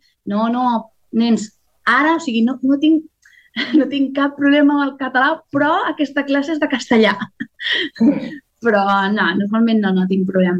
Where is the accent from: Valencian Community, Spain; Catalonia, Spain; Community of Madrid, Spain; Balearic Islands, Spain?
Community of Madrid, Spain; Madrid; Catalan is a second language; sempre que dius, jo sóc de Madrid, la gent ja canvia